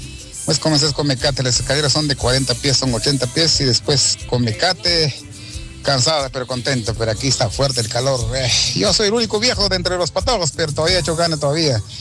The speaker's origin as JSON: {"language": "Spanish", "town": "San Pedro Carchá", "region": "Alta Verapaz", "country": "Guatemala", "tie": "born or raised there", "moved": "yes", "lives_now": "St. Louis, United States", "said": "Soy originario de San Pedro Carchá, para que te estoy escuchando en vía líneas en San Luis, Missouri, Estados Unidos."}